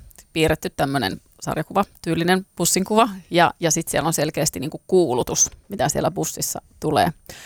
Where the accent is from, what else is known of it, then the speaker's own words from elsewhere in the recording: Savonia, Finland; Mä olen Savosta kotosi